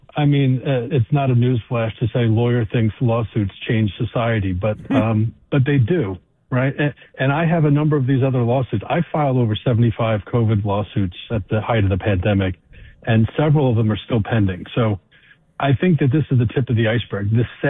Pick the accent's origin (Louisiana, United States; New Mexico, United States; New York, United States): New York, United States; Staten Island; I'm originally from Staten Island of Brooklyn.